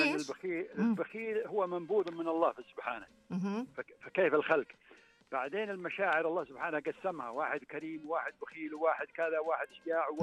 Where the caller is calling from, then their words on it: Al Namas, Asir, Saudi Arabia; اكلمك من نماص